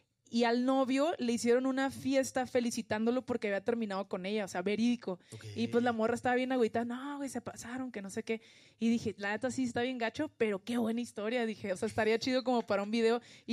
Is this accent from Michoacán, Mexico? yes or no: no; Tijuana, Baja California, Mexico; porque yo soy originaria de Tijuana